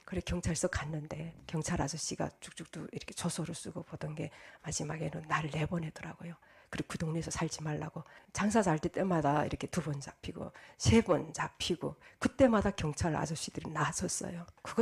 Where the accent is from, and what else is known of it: North Korea; moved away as an adult; also born or lived in China